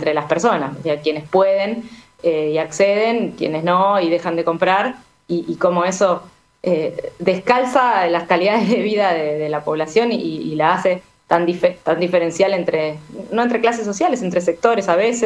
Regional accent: Mar del Plata, Buenos Aires Province, Argentina; Yo soy de Mar del Plata

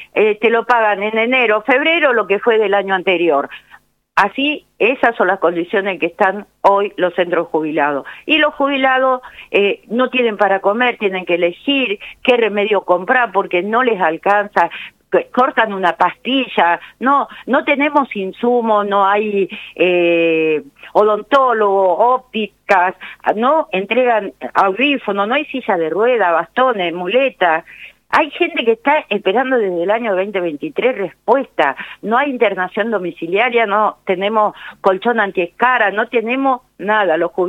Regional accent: Argentina

